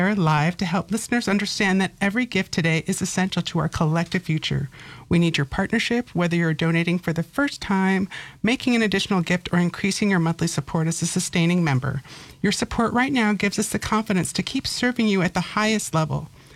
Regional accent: Alaska, United States; I am born and raised in Alaska, and this is 1,000% true.

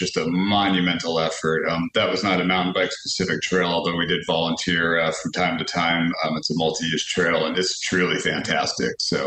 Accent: Alaska, United States; hey, I'm from Alaska, and we'd love you to come up here.

